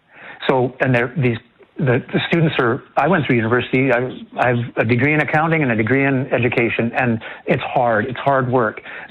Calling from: Lethbridge, Alberta, Canada; I'm from Lethbridge

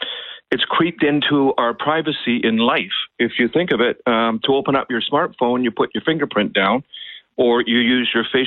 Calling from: Halifax, Nova Scotia, Canada; Stanfield Airport here in Halifax

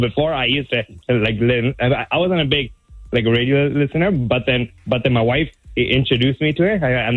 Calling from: Toronto, Ontario, Canada; I'm from Scarborough too.

